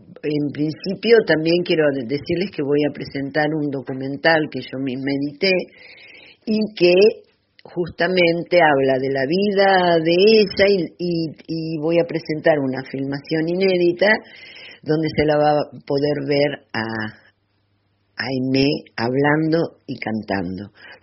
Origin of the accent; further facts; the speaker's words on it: Bariloche, Río Negro, Argentina; como yo soy de Bariloche